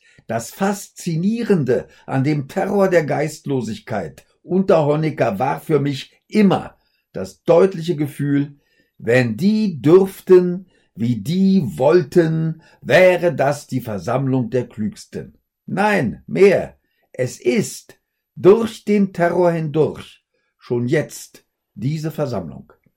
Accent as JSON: {"language": "German", "town": "West Berlin", "region": "Berlin", "country": "Germany"}